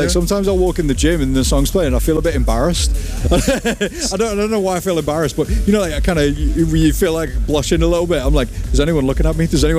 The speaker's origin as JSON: {"language": "English", "region": "England", "country": "United Kingdom", "said": "And I'm from England, so I don't really like the sun."}